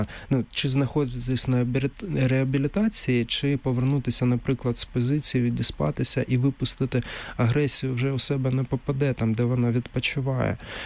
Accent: Kharkiv, Kharkiv Oblast, Ukraine; в Харкові, це моє рідне місто

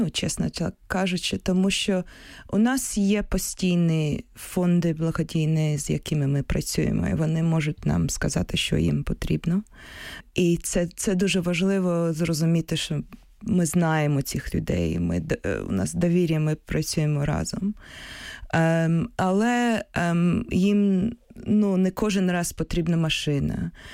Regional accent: Kyiv, Ukraine; Я сама з Києва, тому я тут зупиняюся.

